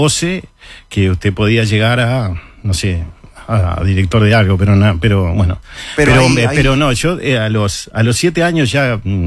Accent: Aguas Corrientes, Canelones, Uruguay; also born or lived in Santa Lucía, Uruguay; mi pueblo nunca desapareció.

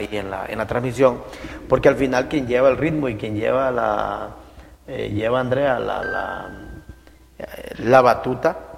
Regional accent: Honduras; como hondureño, todo hondureño.

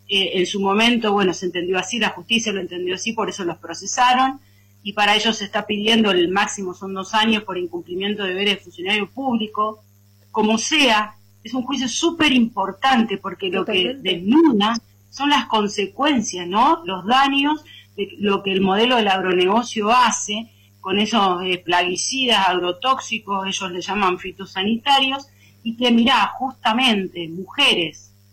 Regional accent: Pergamino, Buenos Aires Province, Argentina; moved away; yo soy nacida y criada en Pergamino, así que es un territorio que imaginarás que quiero un montón, donde todavía sigue mi mamá viviendo y donde falleció mi padre de cáncer

